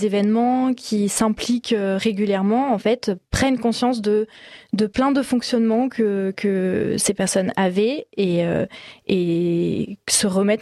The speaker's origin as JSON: {"language": "French", "town": "Valence", "region": "Auvergne-Rhône-Alpes", "country": "France", "tie": "born or raised there", "said": "Alors moi, j'ai grandi à Valence. C'est pas très loin, mais je suis plutôt team drômoise."}